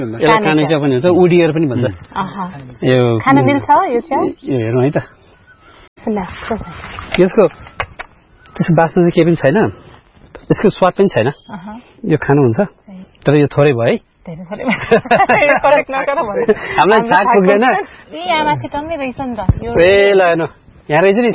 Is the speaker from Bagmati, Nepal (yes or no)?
no; Lumle, Gandaki Province, Nepal; moved away as an adult; मेरो घर चाहिँ लुम्ले हो नि त